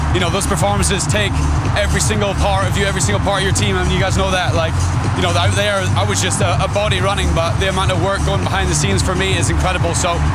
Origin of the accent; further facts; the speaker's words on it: United Kingdom; as a British athlete